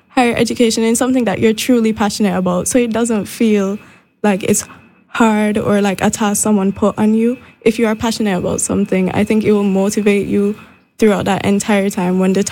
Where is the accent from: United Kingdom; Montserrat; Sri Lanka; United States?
Montserrat; but I know I got because I was raised in Montserrat